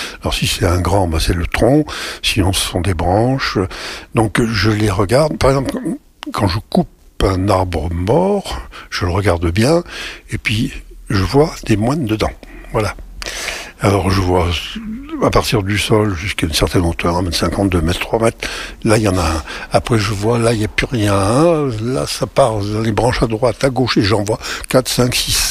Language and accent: French; Montluçon, Auvergne-Rhône-Alpes, France; je suis né à Montluçon, peut-être même probablement mort, je ne me rappelle plus très bien. Bon, et j'ai toujours vécu dans le coin. Bien que j'ai cherché souvent à m'en échapper, alors j'ai quand même un pied-à-terre à Paris où je passe pas mal de temps